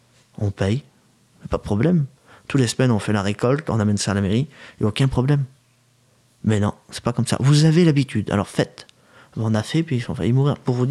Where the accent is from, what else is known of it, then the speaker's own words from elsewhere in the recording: France; Pourtant on est français.